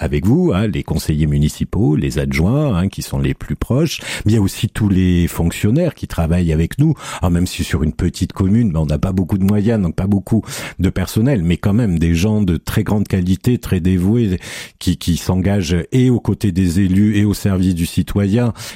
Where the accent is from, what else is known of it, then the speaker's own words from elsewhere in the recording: Nouvelle-Aquitaine, France; je suis un enfant du pays, natif de la belle commune d'Écart au sud de Limoges. Donc petite commune, 600 habitants